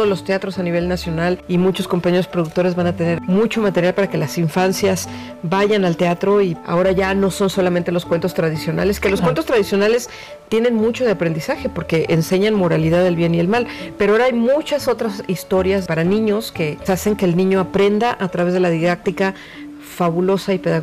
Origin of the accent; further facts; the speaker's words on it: Mexico; aquí nosotros como mexicanos fuimos más avanzados.